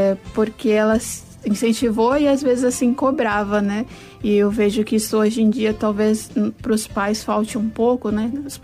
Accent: Estância Velha, Rio Grande do Sul, Brazil; now in Rio de Janeiro, Brazil; eu sou gaúcha, né, natural do Rio Grande do Sul, de uma cidade chamada Estância Velha. Para quem não conhece, fica próximo de Novo Hamburgo, próximo da capital.

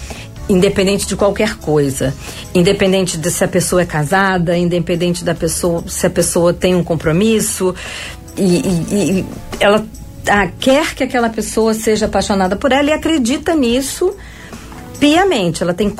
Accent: Rio de Janeiro, Brazil; Sou formada aqui no Rio, sou carioca

